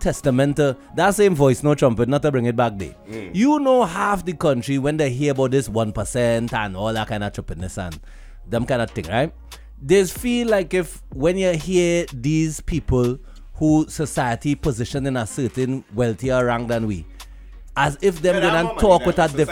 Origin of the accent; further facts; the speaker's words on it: Trinidad & Tobago; We're all Trinbegonians. First. Before we come from Africa, before we come from India, before we come from all of these places that might not even accept us back, right? We're Trinbegonians.